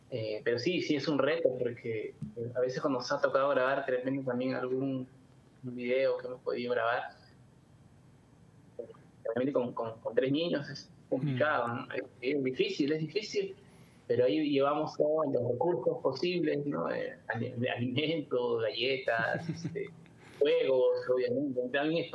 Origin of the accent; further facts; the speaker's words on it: Peru; now in Brazil; En Perú nos gusta mucho el fútbol